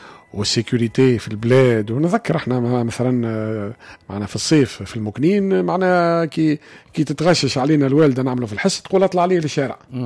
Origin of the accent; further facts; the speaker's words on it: Kairouan, Kairouan Governorate, Tunisia; انا تربيت في القيروان